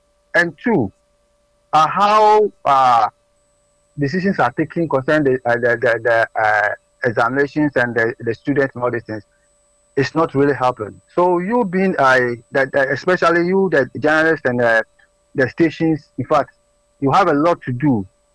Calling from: Takoradi, Western Region, Ghana; from Takoradi.

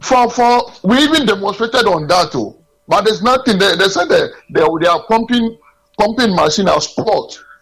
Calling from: Keta, Volta, Ghana; I'm calling from Water Regime. That's Keta.

